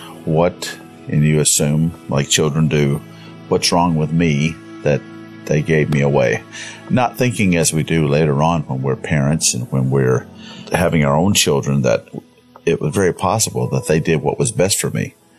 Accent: Concord, North Carolina, United States; born or raised there

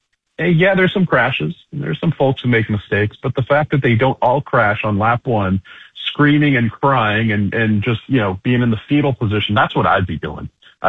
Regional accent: California, United States; So I'm from Northern California where the weather is pretty consistent and consistently beautiful.

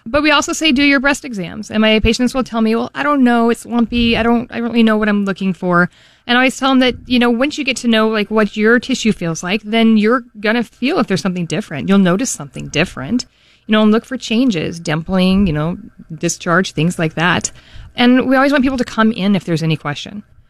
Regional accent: Denver, Colorado, United States; I'm originally from Denver, I always say, but my parents lived in Scottsbluff, Nebraska for about 18 years.

